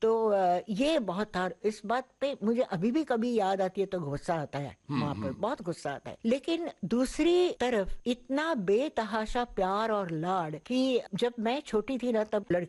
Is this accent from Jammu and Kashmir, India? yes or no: no; Pune, Maharashtra, India; also born or lived in Lucknow; हाँ पुणे आ गई और नाना के पास, मतलब अपने पिता के पास, मेरे नाना अप्पा हम कहते थे। और तब से मैं उनकी छत्र छाया में पली बड़ी